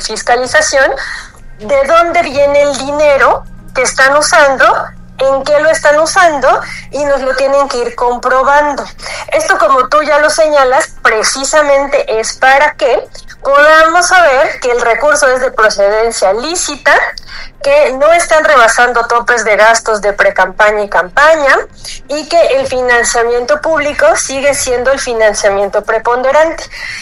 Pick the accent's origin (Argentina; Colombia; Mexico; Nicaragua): Mexico; nuestro país México